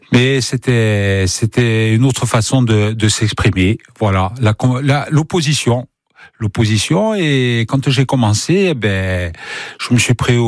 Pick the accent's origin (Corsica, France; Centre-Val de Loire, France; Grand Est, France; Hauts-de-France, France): Corsica, France; Albertacce; also born or lived in Bastia; Il y a 5 villages, moi je suis d'Albertach.